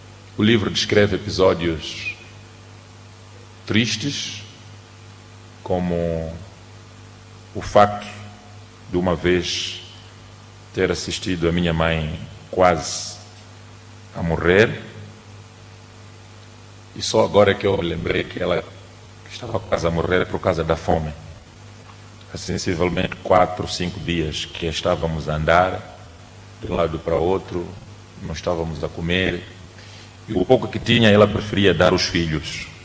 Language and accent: Portuguese; Inhaminga, Sofala, Mozambique; born there